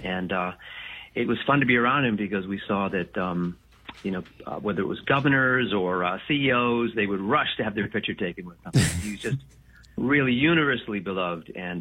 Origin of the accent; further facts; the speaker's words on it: Boston, Massachusetts, United States; moved away; I grew up in Boston, and we were a household that got multiple newspapers.